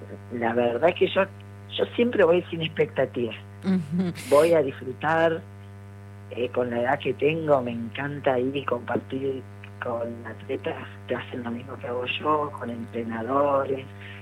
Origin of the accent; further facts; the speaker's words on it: Argentina; Yo soy la única argentina